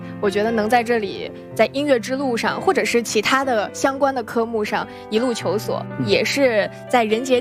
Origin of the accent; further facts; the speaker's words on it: Tianjin, China; 由于我是天津人